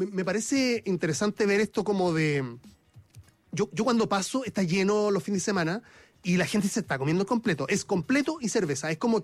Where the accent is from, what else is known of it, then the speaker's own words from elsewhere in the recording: Puente Alto, Santiago Metropolitan Region, Chile; Yo soy originalmente de Puente Alto, pero como soy de Puente Alto sé que en la Florida había mucha oferta de completo.